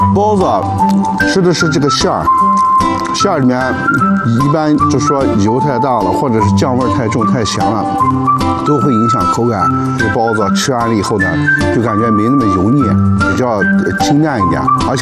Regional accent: Xinjiang, China; 也是我们新疆人啊一种情怀和感受。

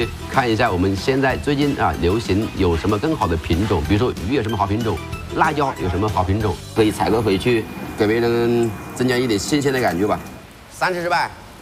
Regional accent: Xiangtan, Hunan, China; 我来自湖南湘潭，从厨已经26年了

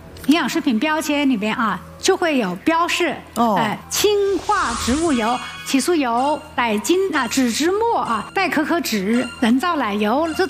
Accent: China; 我们中国人

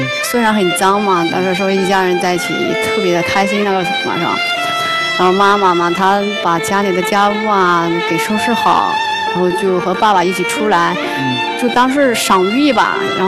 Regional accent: Yunnan, China; 我来自云南俊雄。

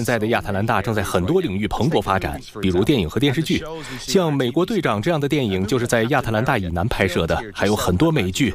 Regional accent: Dublin, Leinster, Ireland; 当然，我来自爱尔兰都柏林，还没准备好开口就说亚里

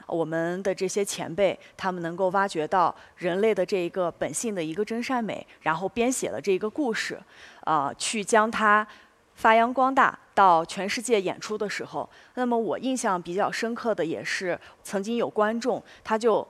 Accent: China; 我作为一个中国人

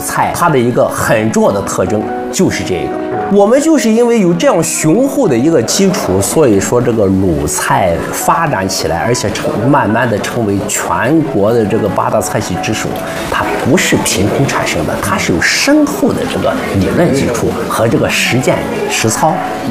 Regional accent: Zibo, Shandong, China

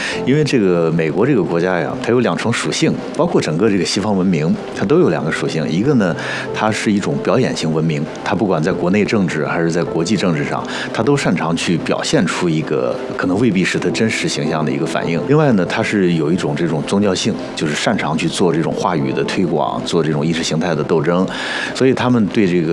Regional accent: China; 作为我们中国人的立场啊，我们觉得要独立自主，对吧？

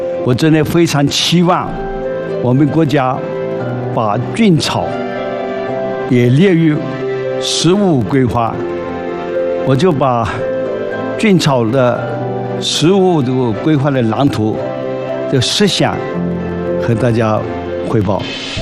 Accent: Fujian, China; 我是福建人，这福建闽西北啊，山区啊，满山遍野啊，都是那个芒起，那个是可以多年生的，而且资源非常丰富。

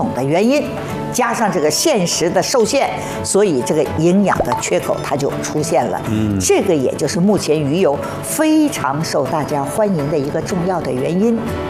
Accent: China; 我们中国人呢，已经从就是追求吃饱，现在进入到追求吃好

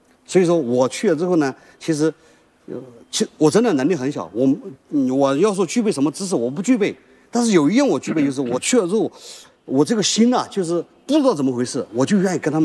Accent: Sichuan, China; 我是四川的，啊，低海拔上来的

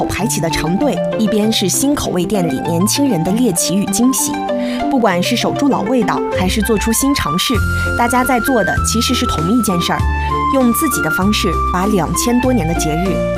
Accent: Inner Mongolia, China; 羊肉、奶酪、酸奶这些咱们内蒙古人再熟悉不过的食材

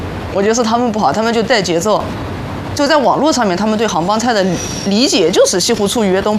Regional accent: Hangzhou, Zhejiang, China; 我们杭州人也有一定的责任

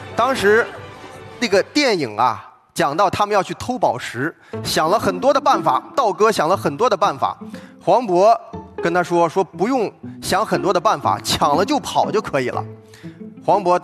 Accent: Qingdao, Shandong, China; born there; 我呢出生在山东省一个美丽的滨海城市青岛。

